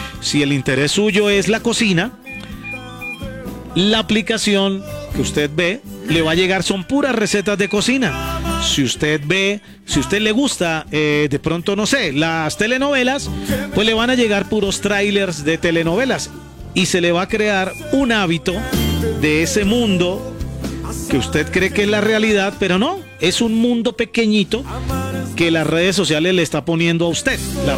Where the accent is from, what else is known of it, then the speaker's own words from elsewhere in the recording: Colombia; Referenciemos lo nuestro como colombianos